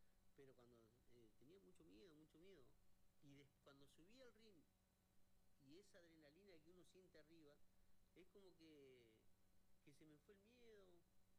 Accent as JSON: {"language": "Spanish", "town": "Centenario", "region": "Neuquén", "country": "Argentina", "tie": "born or raised there", "said": "Nacido y criado en Centenario."}